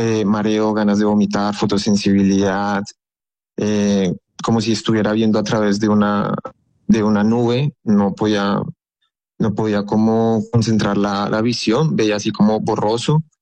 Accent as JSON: {"language": "Spanish", "town": "Bogotá", "region": "Bogotá Capital District", "country": "Colombia", "tie": "born or raised there", "said": "Yo soy oriundo de Bogotá."}